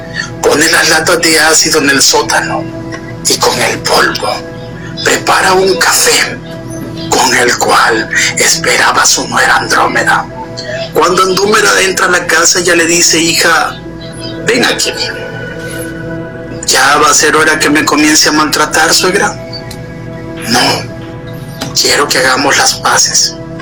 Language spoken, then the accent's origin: Spanish; El Salvador; Soy de El Salvador